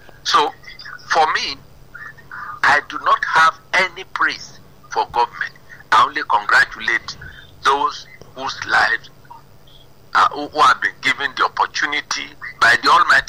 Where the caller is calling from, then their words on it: Abuja, Federal Capital Territory, Nigeria; I'm calling from Buari, Abuja.